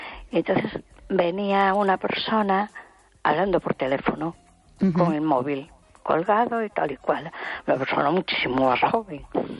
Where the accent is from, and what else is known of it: A Coruña, Galicia, Spain